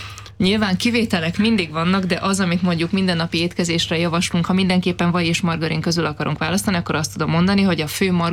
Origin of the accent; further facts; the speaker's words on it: Great Hungarian Plain, Hungary; én is alföldi vagyok, tehát ismerem ennek a kultúráját